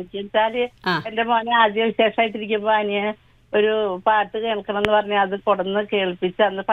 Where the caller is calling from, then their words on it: Eramangalam, Kerala, India; മലപ്പുറം ജില്ല.